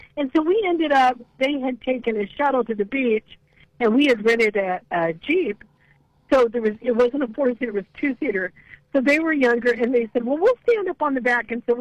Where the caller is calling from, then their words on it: Ohio, United States; I had like a Cleveland sticker on my bag, and she goes, are you from Ohio? And I said, yeah.